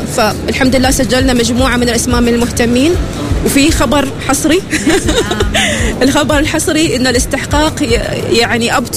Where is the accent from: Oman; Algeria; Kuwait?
Oman; من ضمن الأسئلة كان أنه إيش أنا راح أستفيد أنا كعماني، وكيف إيش الخيارات المناسبة لي؟